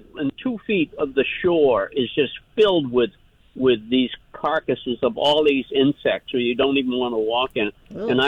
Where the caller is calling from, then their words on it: Killington, Vermont, United States; Hi, I'm from Killington, but I have a home up on Lake Champlain off of the west shore of Isle of Mott.